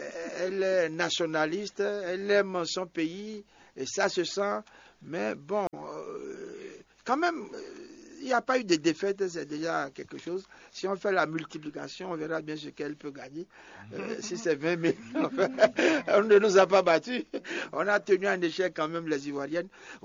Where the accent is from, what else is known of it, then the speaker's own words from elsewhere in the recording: Benin; chez nous au Bénin